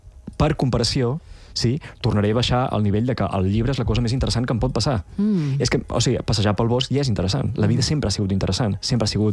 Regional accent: Olot, Catalonia, Spain; si jo necessito anar a Barcelona i sóc d'Olot

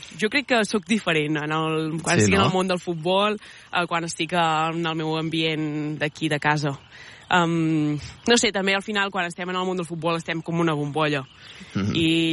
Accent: Campllong, Catalonia, Spain; moved away; Jo vaig néixer a Campllong.

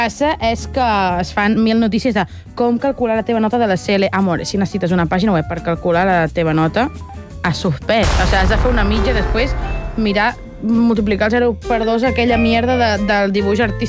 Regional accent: Catalonia, Spain; jo sóc del Vallès

